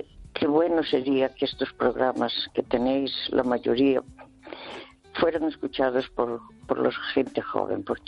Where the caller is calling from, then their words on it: Santiago de Compostela, Galicia, Spain; de Santiago.